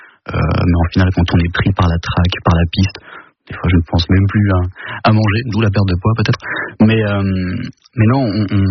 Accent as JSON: {"language": "French", "town": "Roubaix", "region": "Hauts-de-France", "country": "France", "tie": "born or raised there", "said": "j'ai grandi à Roubaix, à M."}